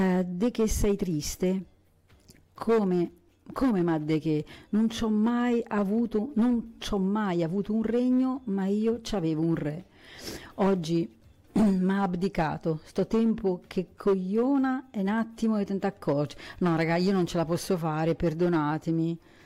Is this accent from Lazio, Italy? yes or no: no; Lombardy, Italy; io sono lombarda